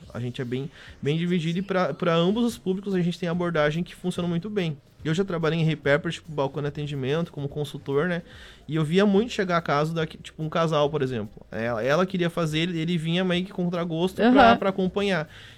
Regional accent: Santa Rosa, Rio Grande do Sul, Brazil; A gente é de Santa Rosa, no Rio Grande do Sul.

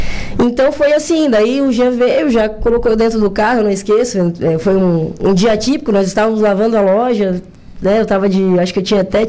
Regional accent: Meleiro, Santa Catarina, Brazil; born there; also born or lived in Tubarão; eu tenho 37 anos, né? Sou natural de Tubarão. Mas morei boa parte da minha vida em Meleiro, né? A gente veio, minha família voltou para Meleiro em meados, quando eu tinha 8 anos, mais ou menos.

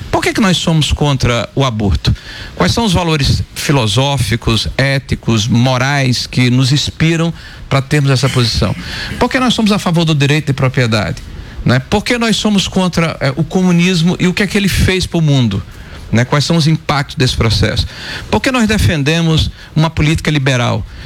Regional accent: Rio Grande do Norte, Brazil; O cidadão que mora no interior, Jucurutu, lá do meu estado, um abraço para Jucurutu.

